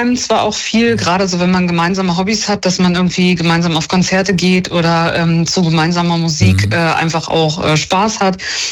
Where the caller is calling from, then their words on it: Lower Saxony, Germany; Ich rufe aus der Nähe von Hameln an, bei Hannover.